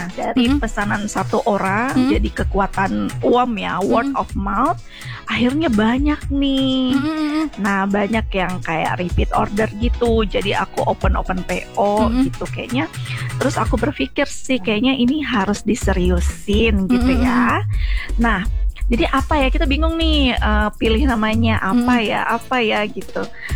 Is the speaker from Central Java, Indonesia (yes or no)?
no; Pontianak, West Kalimantan, Indonesia; now in Jakarta, Indonesia; Kebetulan aku dari Pontianak.